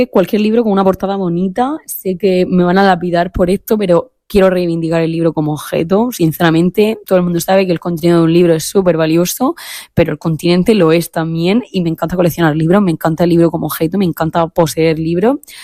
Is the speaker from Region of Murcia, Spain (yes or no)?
yes; Cartagena, Region of Murcia, Spain; yo soy de Cartagena